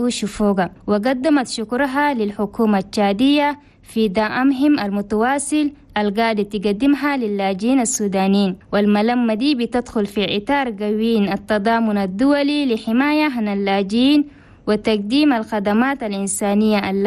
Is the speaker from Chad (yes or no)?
yes; Chad